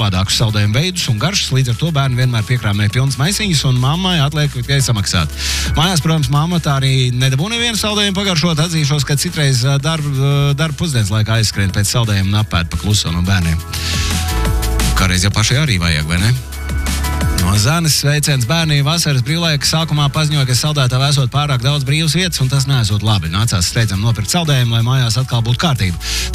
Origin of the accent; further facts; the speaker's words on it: Kuldīga, Kuldīga Municipality, Latvia; Es uzaugu Kuldīgā, skaistā mazpilsētā, kur 90. Gadu sākumā nebija veikalu, kur saldējums būtu vesels piedzīvojums.